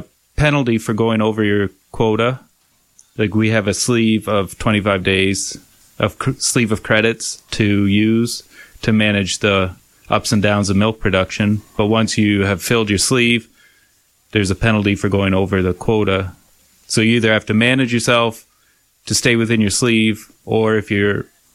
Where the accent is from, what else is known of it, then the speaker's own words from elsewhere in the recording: Southgate, Ontario, Canada; I am from a dairy farm in the old Proton Township, so Southgate.